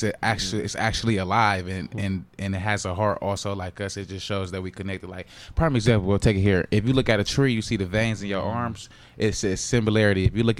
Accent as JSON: {"language": "English", "town": "Milwaukee", "region": "Wisconsin", "country": "United States", "said": "Oh yeah, I'm from Milwaukee for sure."}